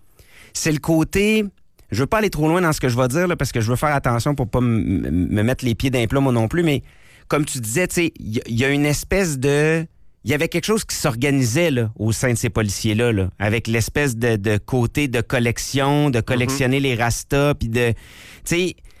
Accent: Quebec City, Quebec, Canada; moi, j'ai grandi à Limoilou.

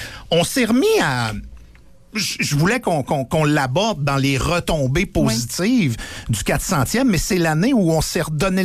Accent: Quebec, Canada; now in Quebec City, Canada; parce que je viens du Saguenay-Lac-Saint-Jean

